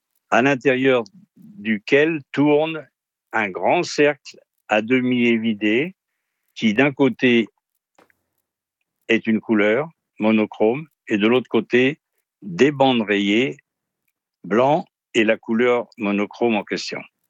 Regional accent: Paris, Île-de-France, France; je suis parisien

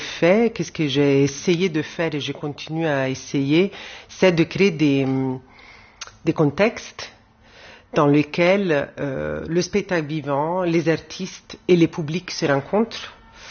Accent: Rome, Lazio, Italy; French is a second language; moved away; Moi, j'ai grandi à Rome. Et j'étais adolescente, disons, dans les années 90.

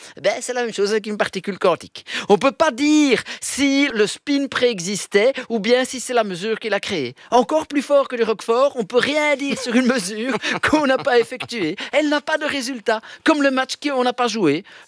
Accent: Milan, Lombardy, Italy; born there; quelque part je suis né à Milan.

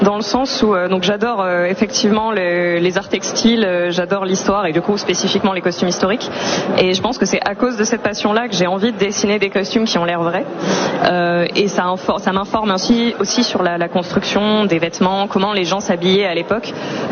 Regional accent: Provence-Alpes-Côte d'Azur, France; dans ma région natale de Provence.

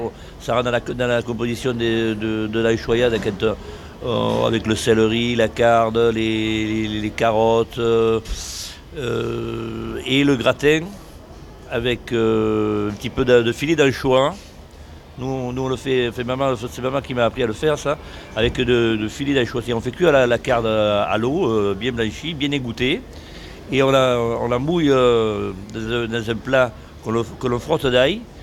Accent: Provence-Alpes-Côte d'Azur, France; Vous savez, ici, chez nous, en Provence, on travaille beaucoup avec l'huile d'olive et le vinaigre.

